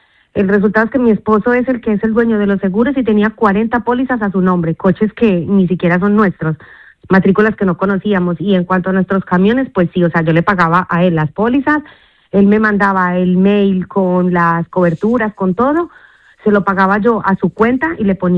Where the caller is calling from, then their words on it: Vélez-Málaga, Andalusia, Spain; yo también soy de Vélez, Málaga